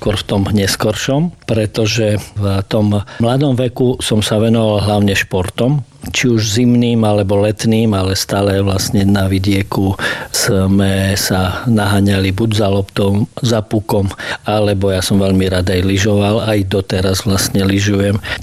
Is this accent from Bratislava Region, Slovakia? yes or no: no; Raslavice, Prešov Region, Slovakia; Som rodakom, dokonca aj obidvaja moji rodičia pochádzali z Raslavic, takže ani som nikdy nerozmýšľal, že sa budem niekde sťahovať. Nakoniec som aj svoju manželku presvedčil, aby sme ostali u nás v Raslaviciach.